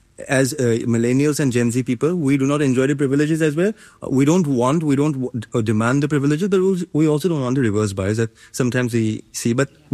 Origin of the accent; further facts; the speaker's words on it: Guwahati, Assam, India; from Assam, Guwahati.